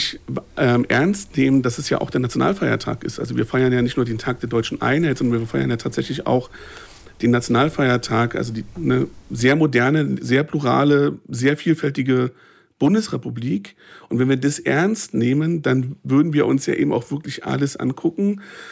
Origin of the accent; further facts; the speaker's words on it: Berlin, Germany; born there; Ich als gebürtiger Berliner gucke auf Oktoberfest und wundere mich auch die ganze Zeit